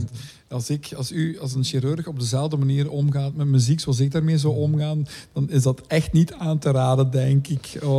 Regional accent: Flanders, Belgium; wij zijn toch Limburgers, maar met een blik op de wereld.

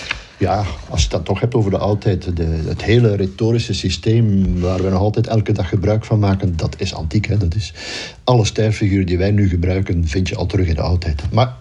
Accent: Poperinge, Flanders, Belgium; moved away as an adult; now in Leuven, Belgium; Ik heb al verraden dat ik van Poperingen kom

